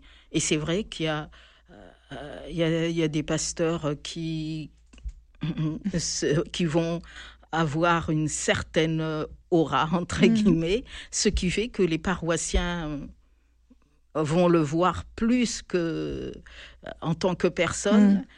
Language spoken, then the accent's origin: French; Antananarivo, Analamanga, Madagascar; moved away as an adult; now in Aix-en-Provence, France; Oui, je suis malgache, je viens de Madagascar. Et je suis venue, donc après mon bac, j'ai passé mon bac à Madagascar, en Antananarivo.